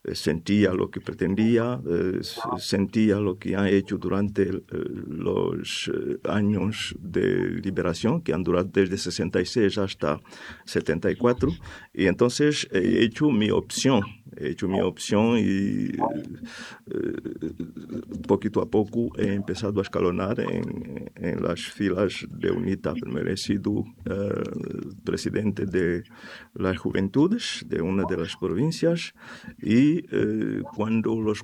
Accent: Angola; Spanish is a second language; La experiencia de lo que ha pasado en mi país es una pésima experiencia que sigue teniendo consecuencias hasta el momento presente. Nosotros lo vivimos en carne y hueso.

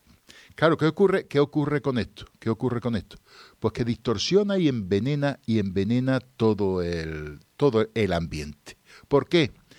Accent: Spain; yo sea un divulgador español

